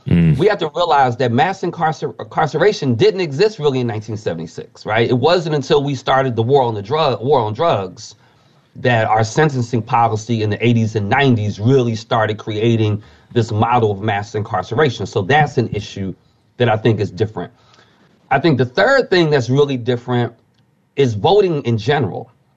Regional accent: Philadelphia, Pennsylvania, United States; I'm from Philadelphia, as you know.

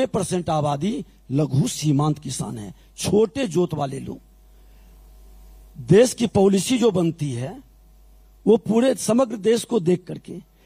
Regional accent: Bihar, India; मैं बिहारी हूं।

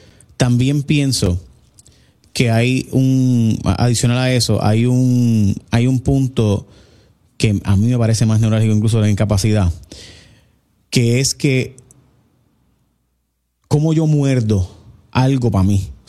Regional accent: Puerto Rico; ¿Qué pasó, mi pueblo, mi país, mi gente tan adorada y querida?

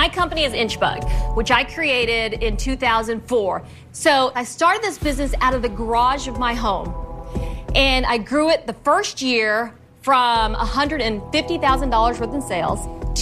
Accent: Austin, Texas, United States; I'm from Austin, Texas.

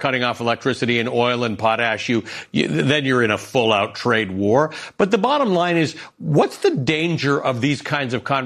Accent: Ontario, Canada; Now, I come from Ontario. Ontario has a very conservative premier, the equivalent of a governor.

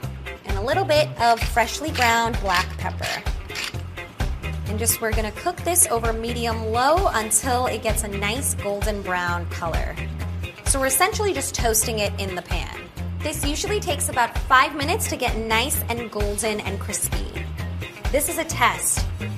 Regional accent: Staten Island, New York, United States; I grew up on Staten Island, so I can't even tell you how many pasta dishes I've eaten over the years.

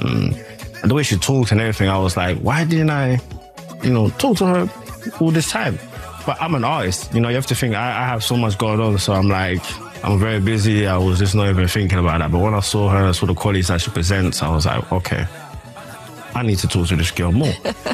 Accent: London, United Kingdom; oh, wait, so you're from London? I was like, yeah, of course I'm from London. Where do you think I'm from?

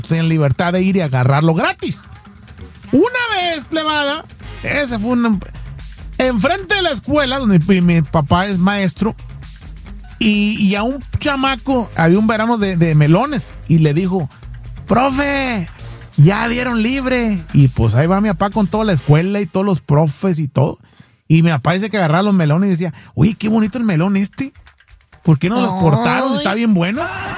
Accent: Guasave, Sinaloa, Mexico; moved away; yo me acuerdo cuando estaba morro que. Uh-huh. Allá de donde soy yo, de Sinaloa, de Estación Capoma, Guasave, Sinaloa, México.

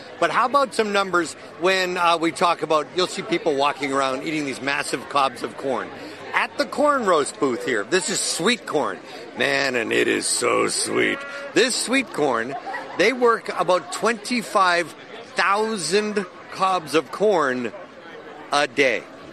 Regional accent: Shakopee, Minnesota, United States; I'm from Shakopee.

